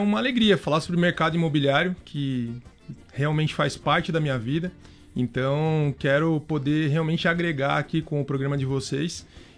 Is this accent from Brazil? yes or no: yes; Sorocaba, São Paulo, Brazil; now in Chapecó, Brazil; Não, eu sou paulista. Sou de Sorocaba, São Paulo.